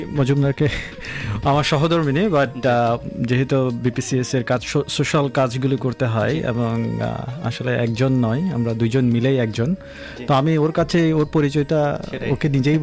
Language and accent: Bangla; Bangladesh; now in Australia; আমরা বাংলাদেশি হিসেবে নিজেদের কালচারটাকে এখানে তুলে ধরার চেষ্টা করছি